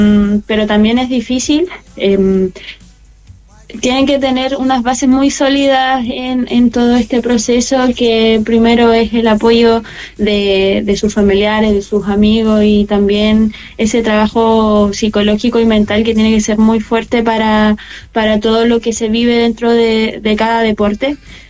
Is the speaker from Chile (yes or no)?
yes; María Elena, Antofagasta, Chile; now in Antofagasta, Chile; Yo no soy de Antofagasta, yo soy nacida y criada en María Elena, la última salitrera que queda activa en el mundo. Entonces, bueno, me vine a Antofa por lo mismo